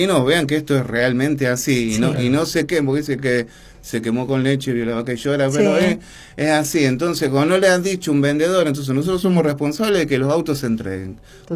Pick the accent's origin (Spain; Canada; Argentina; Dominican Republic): Argentina; Rosario, Santa Fe; born there; moved away; Yo soy mi nacimiento en Rosario, Santa Fe. Soy hincha de Newell's Old Boys de Rosario.